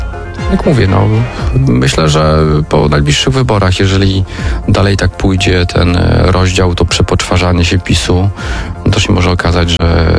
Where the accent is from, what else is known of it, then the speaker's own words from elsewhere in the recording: Warsaw, Masovian Voivodeship, Poland; Dla mnie jest kwestia jedna, jestem warszawiakiem i dbam o mieszkańców